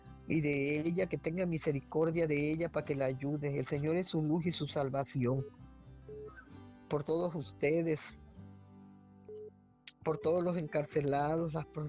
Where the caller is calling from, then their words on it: Aguascalientes, Mexico; hablo de Aguascalientes.